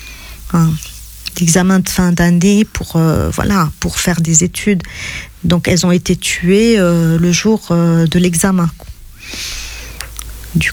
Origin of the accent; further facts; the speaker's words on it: South Governorate, Lebanon; also born or lived in Beirut; en fait, je suis originaire du sud.